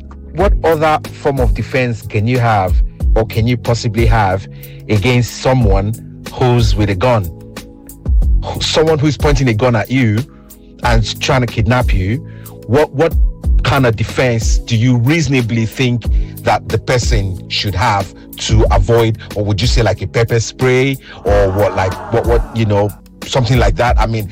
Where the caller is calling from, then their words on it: Lagos, Nigeria; I'm calling from Lagos.